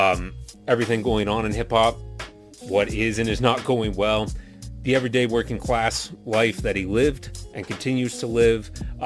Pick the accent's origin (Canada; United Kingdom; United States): Canada; as a Canadian white boy